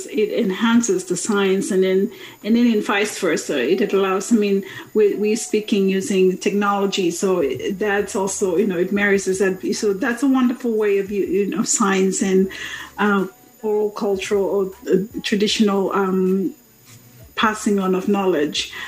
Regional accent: Vanuatu; and then obviously even I'm from Vanuatu

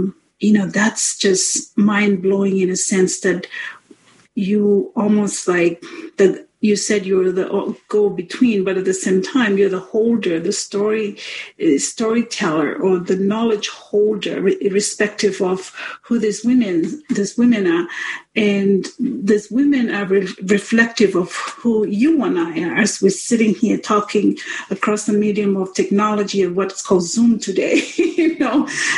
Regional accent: Vanuatu; I'm from Vanuatu

